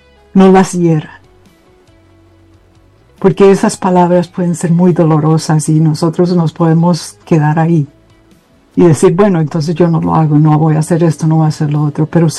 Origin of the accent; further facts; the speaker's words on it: Colombia; con nosotros como hijos tuyos y también como colombianos.